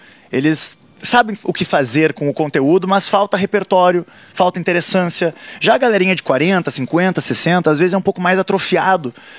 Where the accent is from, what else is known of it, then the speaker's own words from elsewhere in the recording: Rio Grande do Sul, Brazil; moved away as an adult; also born or lived in London / Sydney / Lublin / León; Sou lá do Rio Grande do Sul.